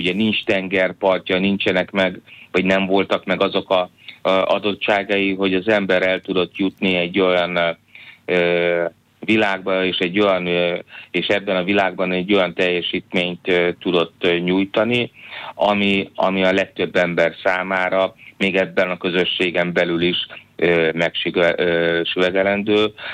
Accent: Zalaegerszeg, Zala, Hungary; Zalaegerszeg még mindig ugyanúgy a világ közepe. És azon belül is én a Vizslaparkban nőttem fel, fantasztikus gyerekkorom volt

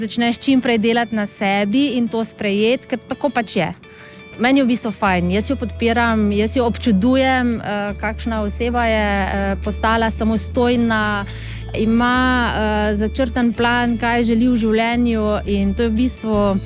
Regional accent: Šentjur, Savinja, Slovenia; Ja, mi smo iz Šentjurja pri Celju, tako da v Šentjurju smo naložili avto

